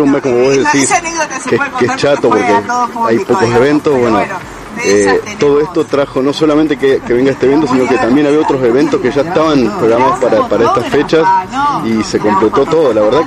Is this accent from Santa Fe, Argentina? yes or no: yes; Santa Fe, Argentina; nos enorgullecen como santafesinos.